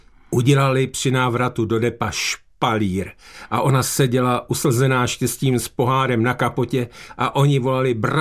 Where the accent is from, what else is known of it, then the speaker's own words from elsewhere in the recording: Prague, Czechia; My jsme jako kluci z Vokovic a Veleslavína nechyběli na žádném terénním motocyklovém závodě v Šárce.